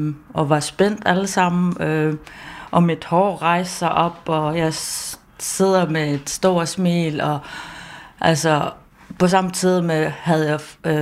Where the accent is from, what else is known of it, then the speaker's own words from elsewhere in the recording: Greenland; now in Esbjerg, Denmark; som grønlænder